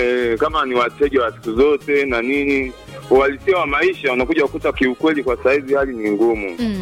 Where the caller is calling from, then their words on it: Iringa, Tanzania; anapiga simu kutoka stendi Iringa mjini.